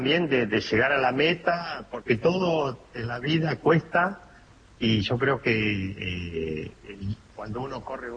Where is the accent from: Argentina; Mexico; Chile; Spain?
Argentina; la idea era correr en Argentina, que tuve muy pocas posibilidades de correr en mi país y elegí la de Buenos Aires.